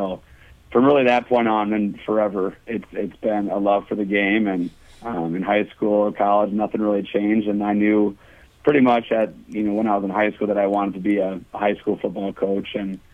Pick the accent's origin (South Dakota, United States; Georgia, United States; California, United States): South Dakota, United States; Groton; also born or lived in Pierre, South Dakota; I grew up in Groton, South Dakota, right by Aberdeen.